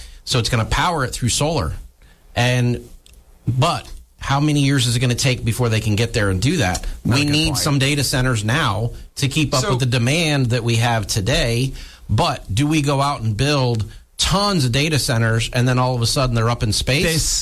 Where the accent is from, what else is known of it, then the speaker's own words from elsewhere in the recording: Florida, United States; I'm from the Space Coast